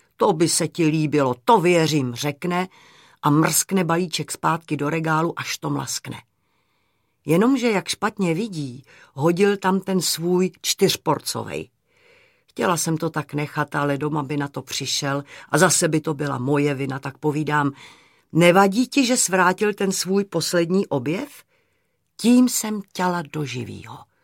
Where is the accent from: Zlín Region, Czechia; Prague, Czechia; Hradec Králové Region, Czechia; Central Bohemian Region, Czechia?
Central Bohemian Region, Czechia; Nymburk; Já jsem vyrostla v Nymburce. Nymburk byl železniční uzel. Kdo nebyl zaměstnaný u dráhy, byl podezřelej.